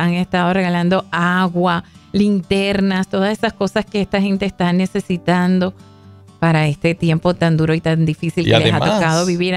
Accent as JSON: {"language": "Spanish", "country": "Venezuela", "said": "Esto es lo que ha significado muchas organizaciones internacionales que han estado en mi país, Venezuela, durante estos días después del terremoto que sacudió pues Venezuela."}